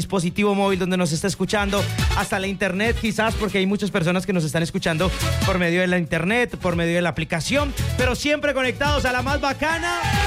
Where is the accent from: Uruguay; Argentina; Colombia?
Colombia; somos seres humanos, somos hermanos, somos colombianos.